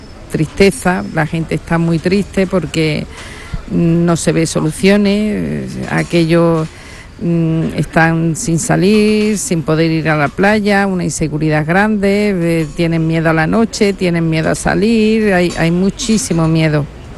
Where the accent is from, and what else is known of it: Ceuta, Spain; now in Seville, Spain